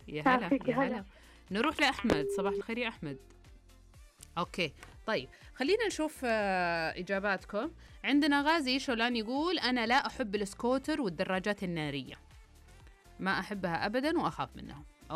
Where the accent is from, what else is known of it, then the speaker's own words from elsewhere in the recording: Riyadh, Riyadh Province, Saudi Arabia; born there; انا مولوده في الرياض، يعني في الصحراء، فاحب الصحراء اكتر.